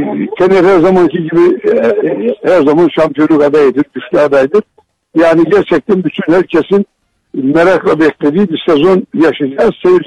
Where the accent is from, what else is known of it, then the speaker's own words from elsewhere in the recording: Trabzon, Turkey; Bana göre bir Trabzonlu olarak